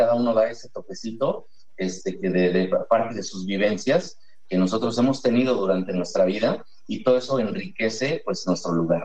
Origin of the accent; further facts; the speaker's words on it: Mexico; yo soy mexicano empedernido.